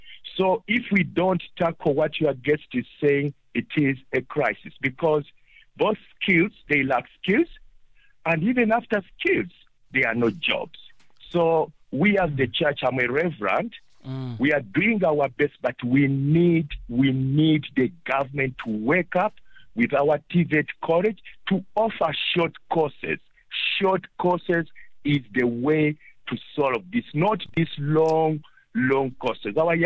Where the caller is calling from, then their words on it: Aliwal North, Eastern Cape, South Africa; I'm phoning from Alwan North, that is in Eastern Cape.